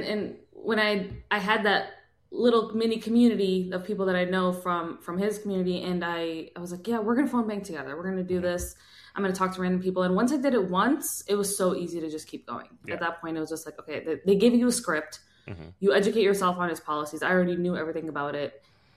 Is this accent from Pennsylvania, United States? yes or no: no; Michigan, United States; this is my home state.